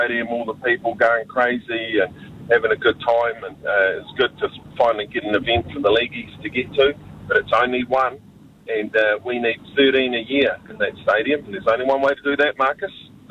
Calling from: Christchurch, Canterbury, New Zealand; here in I'm calling from Christchurch

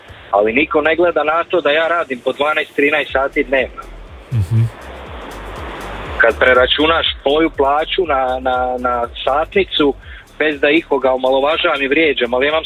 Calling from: Slavonia, Croatia; tu kod nas u Slavoniji

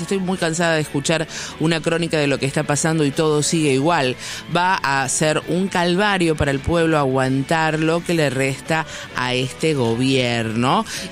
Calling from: Lanús, Buenos Aires Province, Argentina; de Lanús, soy docente, tengo 3 préstamos.

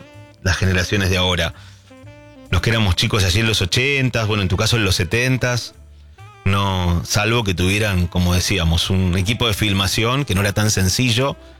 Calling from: Castelar, Buenos Aires Province, Argentina; de Castelar.

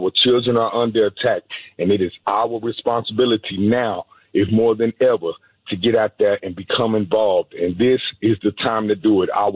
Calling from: Houston, Texas, United States; down here in Houston, Texas

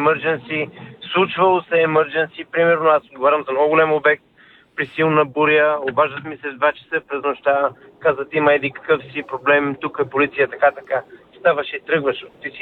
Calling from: London, United Kingdom; съм от Лондон

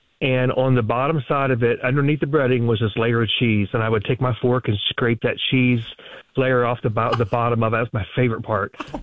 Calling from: Pennsylvania, United States; I'm from Pennsylvania.

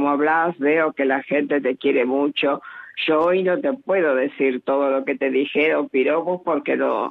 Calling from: Moreno, Buenos Aires Province, Argentina; de Moreno.

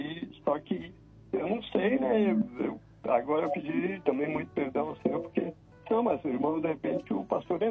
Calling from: Porto Alegre, Rio Grande do Sul, Brazil; eu sou aqui do Rio Grande do Sul

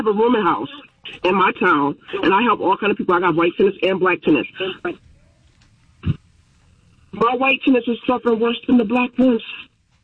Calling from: Michigan, United States; I'm from Michigan.

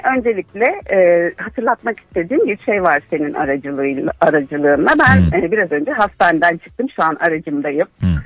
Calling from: Şanlıurfa, Turkey; Şanlıurfa'dan arıyorum

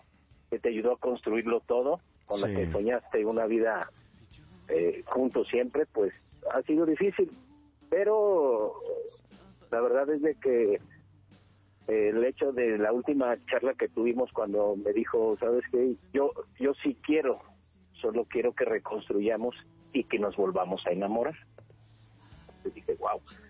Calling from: Mexico City, Mexico; Ciudad de México, Alcaldía Tláhuac.

